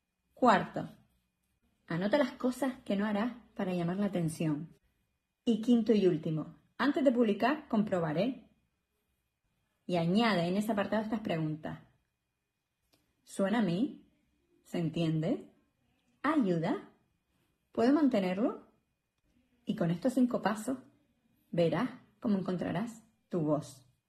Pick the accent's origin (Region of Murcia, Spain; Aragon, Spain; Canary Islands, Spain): Canary Islands, Spain; accent: Canarian; Yo soy canaria y tengo mi acento propio